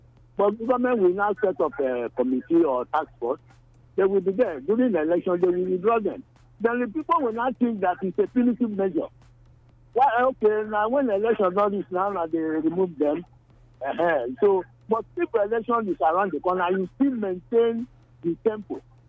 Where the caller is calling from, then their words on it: Benin City, Edo, Nigeria; I'm calling from Mission Road Market.